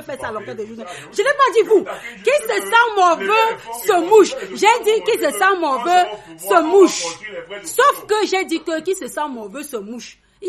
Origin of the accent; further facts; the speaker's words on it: Cameroon; en tant que Camerounaise.